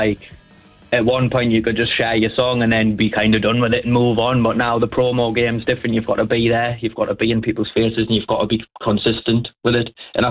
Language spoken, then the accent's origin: English; Ashington, North East England, United Kingdom; I'm from Ashington, Northumberland